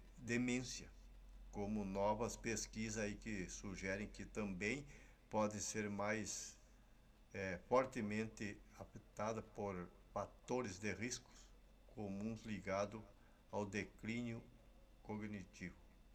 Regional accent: São Nicolau, Rio Grande do Sul, Brazil; now in Sapiranga, Brazil; lá na cidade onde eu me criei, São Nicolau

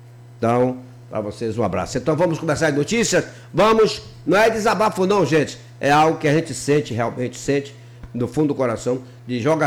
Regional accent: São Félix, Bahia, Brazil; falar da minha terra natal, São Félix, cidade que eu amo

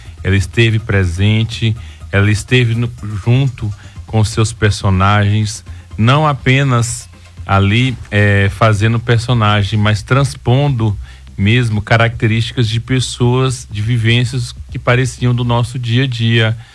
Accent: Brazil

